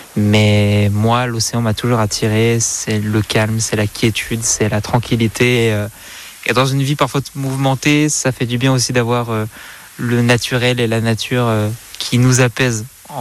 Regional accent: Besançon, Bourgogne-Franche-Comté, France; Je viens de Besançon, dans l'est de la France.

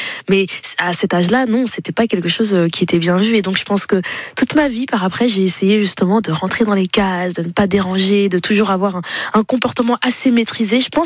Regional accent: Flanders, Belgium; plus moi j'ai grandi en Flandre, donc la partie flamande

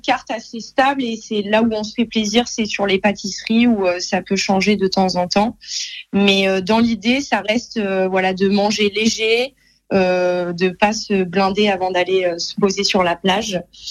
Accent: Vendays-Montalivet, Nouvelle-Aquitaine, France; Moi, j'ai grandi à Montalivet, donc tous mes copains depuis toujours sont des surfeurs.

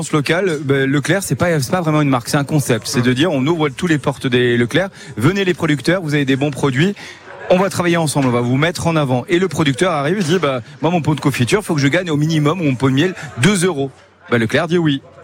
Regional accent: Grand Est, France

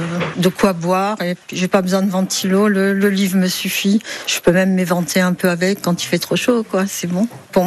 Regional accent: Paris, Île-de-France, France; moved away as an adult; now in Strasbourg, France; À 18 ans, je me suis retrouvée à Strasbourg avec pas de copains, je venais de Paris, je connaissais plus personne

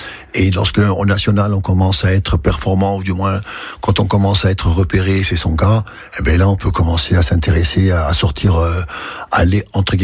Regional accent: Corsica, France; quand on est Corse, on peut nous aussi réussir.

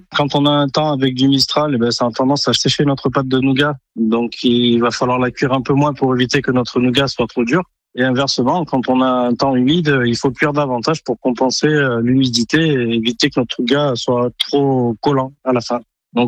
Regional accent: Montélimar, Auvergne-Rhône-Alpes, France; born there; also born or lived in Ardèche; now in Saint-Étienne-de-Fontbellon, France; Je suis issu d'une famille montilienne et c'est pour ça qu'on est dans le nougat. Je suis né à Montélimar comme ma grand-mère et ma maman, et mes grands-parents étaient en réalité ouvriers chez des nougatiers à l'époque à Montélimar.

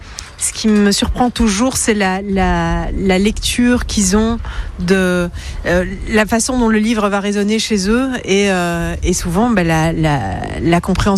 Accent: Brussels, Brussels-Capital Region, Belgium; C'est ça, je viens de Bruxelles.

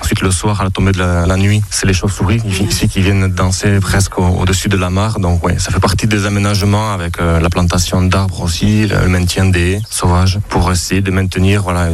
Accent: Ustaritz, Nouvelle-Aquitaine, France; j'ai 36 ans et je viens d'Ustaritz.

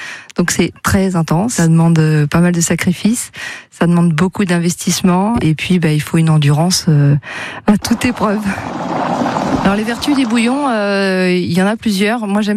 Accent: Normandy, France; moved away as an adult; now in Sarthe, France; J'ai 38 ans et je suis originaire de Normandie. Je suis normande du fin fond de la Manche et je suis arrivée en Sarthe en 2010.

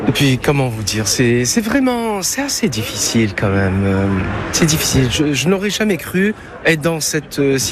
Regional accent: Marrakesh, Marrakesh-Safi, Morocco; now in France; j'ai 55 ans. Je pense que c'est ça, et peut-être l'origine, parce que bon, mon origine est marocaine, puisque je suis né à Marrakech. Je suis marocain et français.

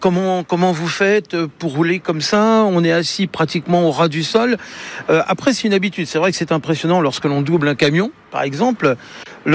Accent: Le Mans, Pays de la Loire, France; now in Saint-Corneille, France; j'ai 63 ans et je suis natif du Mans. Et j'habite Saint-Cornagne, un petit village à côté de Savigny-l'Évêque, à l'est du Mans.

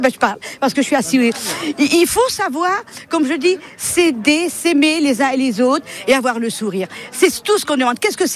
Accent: Centre-Val de Loire, France; born there; now in Amboise, France; Je ne suis pas née ici, je suis née à Épinay-les-Bois.

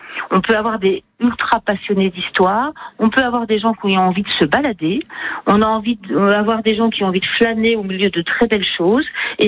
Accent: Dole, Bourgogne-Franche-Comté, France; moi je suis d'Auloise, je suis née à Dole, j'ai grandi à Dole

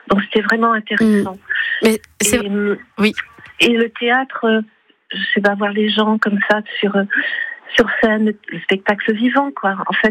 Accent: Morlaix, Brittany, France; born there; now in Paris, France; moi je suis née en 1957, j'ai habité Morlaix, dans Finistère Nord.

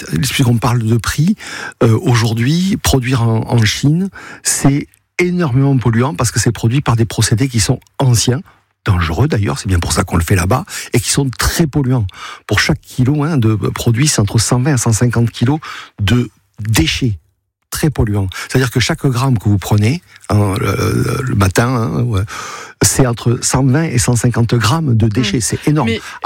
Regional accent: Toulouse, Occitanie, France; Comme en tant que Toulousain, nous aussi, on a vécu cette catastrophe et on y est très sensible.

